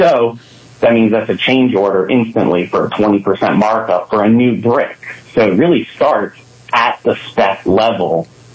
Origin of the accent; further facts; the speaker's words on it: Bowie, Maryland, United States; born there; I was originally born in Bowie as well